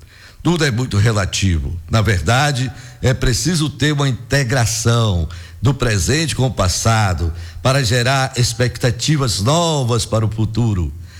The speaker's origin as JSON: {"language": "Portuguese", "town": "Caetité", "region": "Bahia", "country": "Brazil", "tie": "born or raised there", "said": "eu da minha adolescência lá em Caetité, eu acho que já era adolescente"}